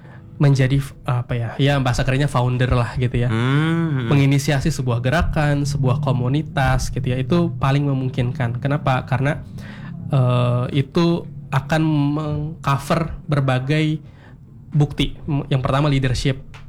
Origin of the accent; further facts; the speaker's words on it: West Kalimantan, Indonesia; Tapi itu sebenarnya inilah modal atau fondasi yang menjadi privilege bagi kita warga Kalbar gitu ya, untuk bisa apply program ini.